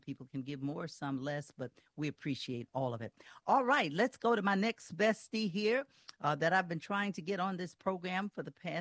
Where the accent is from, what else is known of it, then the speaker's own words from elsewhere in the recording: Louisiana, United States; I'm from Louisiana.